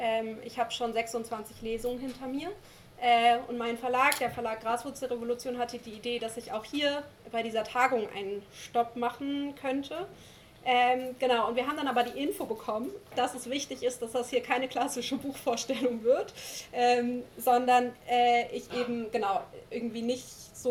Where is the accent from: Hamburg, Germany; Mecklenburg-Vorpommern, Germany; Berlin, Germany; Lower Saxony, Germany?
Lower Saxony, Germany; ich wurde im Wendland geboren